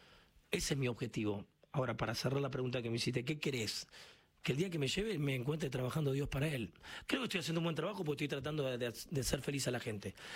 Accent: Argentina; Bueno, yo soy muy argentino. Yo a veces me frustra cuando no nos damos cuenta.

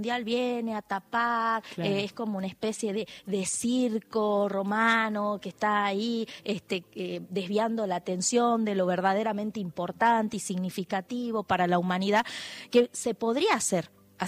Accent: Argentina; Somos todos argentinos.

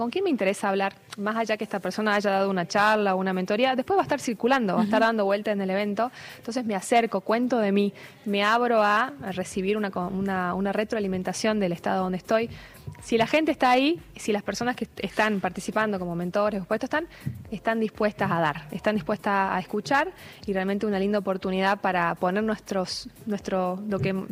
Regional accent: Jujuy, Argentina; soy de Jujuy y me toca explorar las provincias del NOA de manera integral

